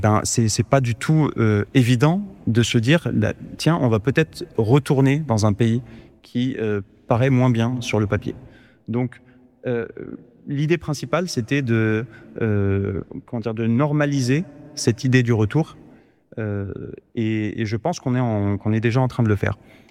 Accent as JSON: {"language": "French", "town": "Nantes", "region": "Pays de la Loire", "country": "France", "tie": "born or raised there", "also_born_or_lived": "Paris", "moved": "as an adult", "lives_now": "Iraq", "said": "je suis né en Irak en 90. Ma famille est arrivée en France en 91, donc je m'en souviens pas. Hein. Mais on s'est installé à Nantes, j'ai grandi à Nantes, et puis un peu à Paris sur la fin."}